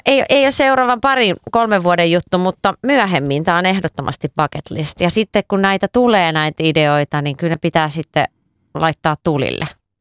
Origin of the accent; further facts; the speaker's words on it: Viiala, Pirkanmaa, Finland; Viialassa, mistä mä oon kotoisin, pieni paikka, 5000 asukasta, missä ei ollut mitään tanssiryhmää.